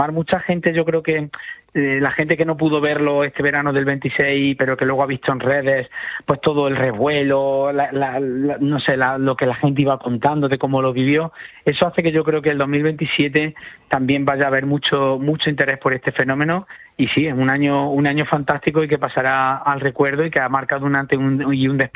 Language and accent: Spanish; Jaén, Andalusia, Spain; yo en concreto que soy de Jaén, pues también siempre me siento muy identificado con eso, ¿no?